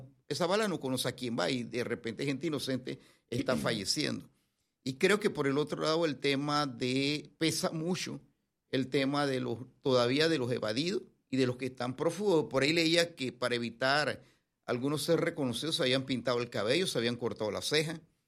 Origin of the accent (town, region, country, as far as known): Panama